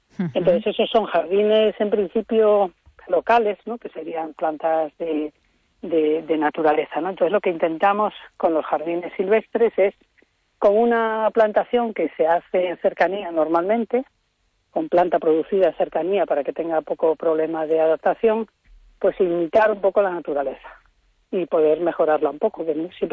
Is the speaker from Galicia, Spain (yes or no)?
yes; Galicia, Spain; los que somos gallegos